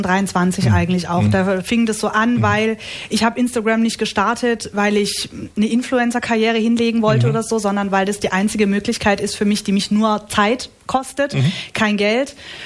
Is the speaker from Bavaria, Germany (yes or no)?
no; Karlsruhe, Baden-Württemberg, Germany; born there; now in Nagold, Germany; Also ich bin gebürtige Badnerin, aber meine Mama, die kam ursprünglich von der Albra. Und von daher fließt in mir auch schwäbisches Blut